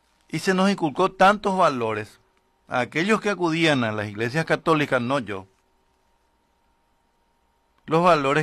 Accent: Paraguarí, Paraguay; born there; Yo me voy a dirigir a mi pueblo, a la gente que conozco en Paraguarí

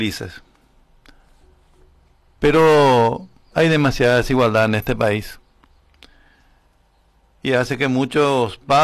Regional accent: Paraguay; Realmente no somos buenos ni somos mansos los paraguayos, somos pelotudos, boludos.

